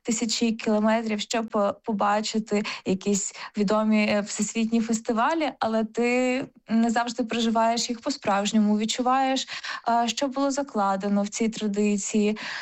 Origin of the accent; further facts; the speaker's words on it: Sumy Oblast, Ukraine; а я якраз з Сумщини